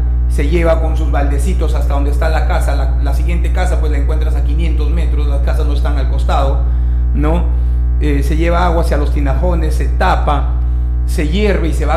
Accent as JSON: {"language": "Spanish", "region": "Piura", "country": "Peru", "tie": "born there", "also_born_or_lived": "Tambogrande, Piura", "said": "yo nací en el asentamiento humano Pachitea, en el Piura, ¿no? Pero parte de mi niñez la pasé aquí en Tambo Grande, casi un poquito más de 2 años, casi 3 años, en el Valle de los Incas, en Huiracocha."}